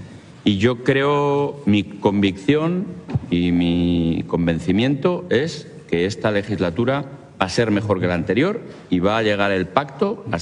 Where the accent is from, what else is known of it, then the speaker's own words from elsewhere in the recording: Salamanca, Castile and León, Spain; yo soy salmantino.